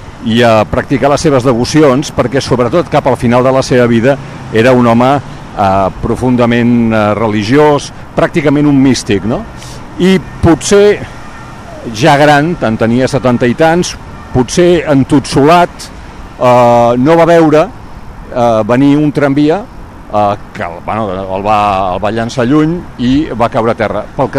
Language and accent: Catalan; Barcelona, Catalonia, Spain; Jo crec, o almenys per mi com a barceloní